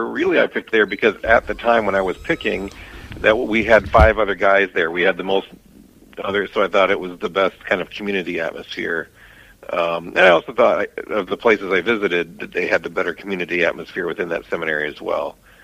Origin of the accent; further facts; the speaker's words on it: Traer, Iowa, United States; I was raised in Traer, Iowa. All my life, grew up in the same house. I'm the oldest of six. As my parents had kids, they just made our house bigger. We never moved. My dad was a farmer. Lived in Traer, didn't live on the farm.